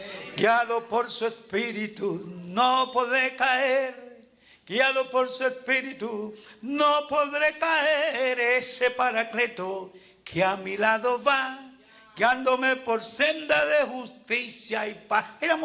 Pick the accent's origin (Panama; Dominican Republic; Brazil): Panama; Acuérdense que soy panameño.